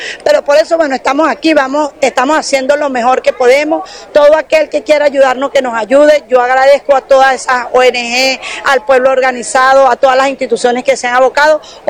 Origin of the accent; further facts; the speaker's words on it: Venezuela; aquí somos todas venezolanas y venezolanos